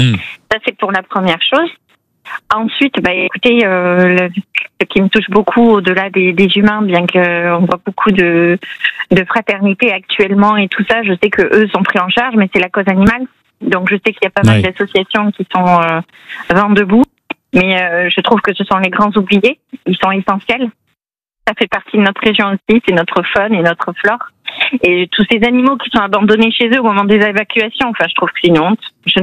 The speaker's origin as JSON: {"language": "French", "town": "Pau", "region": "Nouvelle-Aquitaine", "country": "France", "said": "moi je suis de Pau et actuellement je suis au Pays Basque"}